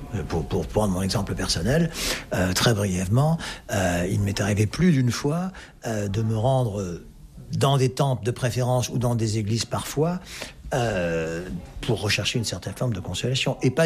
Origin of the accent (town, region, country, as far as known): France; born there